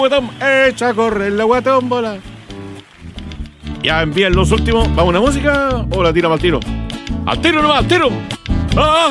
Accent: Chile; nuestro país hermoso, largo y angosto territorio llamado Chile.

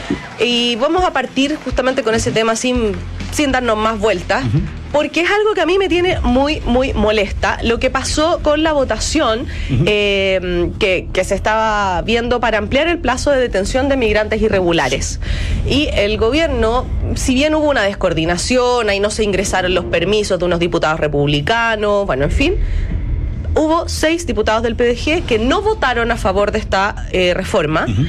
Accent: Antofagasta, Chile; Lo digo yo soy antofagastina, yo nací y crecí, estudié en Antofagasta

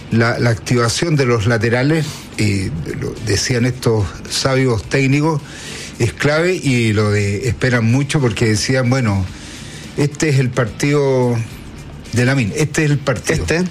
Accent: Chile; Somos todos chilenos

